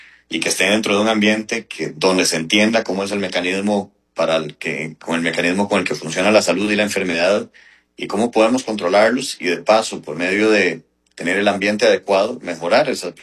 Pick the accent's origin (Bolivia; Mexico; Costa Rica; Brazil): Costa Rica; estamos muy orgullosos de ser costarricenses